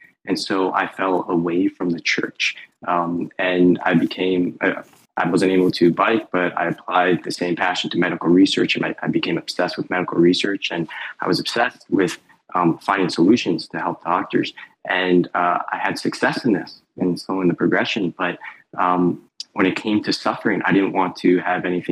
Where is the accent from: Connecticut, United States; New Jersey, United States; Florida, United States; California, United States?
New Jersey, United States; Red Bank; born there; I was born in Red Bank, and I just developed this passion for cycling.